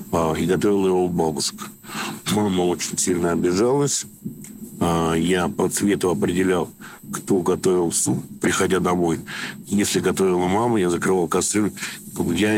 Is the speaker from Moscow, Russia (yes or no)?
yes; Moscow, Russia; born there; Я родился в Москве, но корни у меня очень много с Украины.